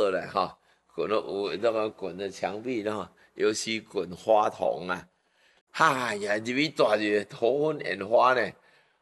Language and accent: Chinese; Taiwan; 我们台湾人